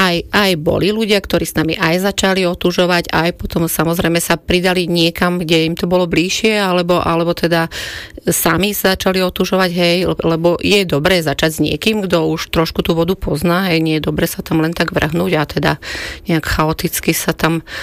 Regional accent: Devičany, Nitra Region, Slovakia; Ja som z Devičian.

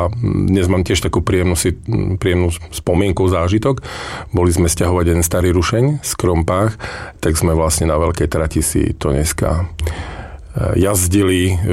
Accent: Ľubochňa, Žilina Region, Slovakia; A ten pán, ktorý ma vrátil a upozoril na to, že som z Ľubotechna

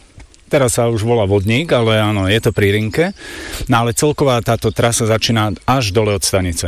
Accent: Utekáč, Banská Bystrica Region, Slovakia; Som z Utekáča a som, áno, tvorca týchto chodníkov.

